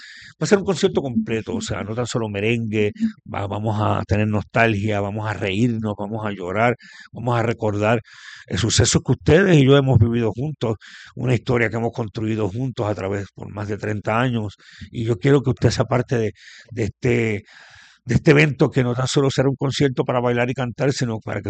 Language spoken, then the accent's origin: Spanish; Puerto Rico